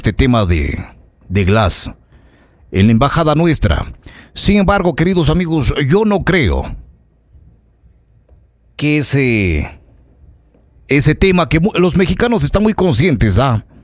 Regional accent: Ecuador; como lo somos los ecuatorianos.

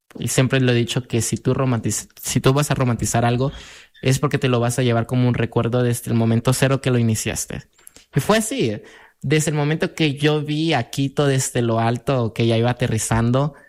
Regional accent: El Salvador; Y te preguntan, ¿de dónde eres? Y uno le dice, soy de El Salvador

